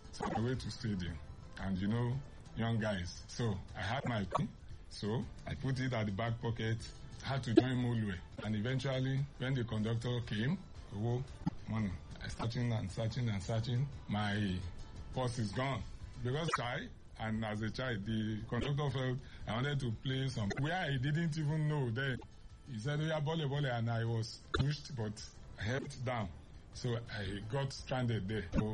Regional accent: Lagos, Nigeria; TUC Assistant Secretary, Lagos State. I was born in Lagos, bred in Lagos.

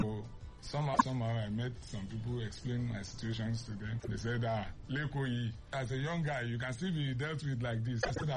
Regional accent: Lagos, Nigeria; TUC Assistant Secretary, Lagos State. I was born in Lagos, bred in Lagos.

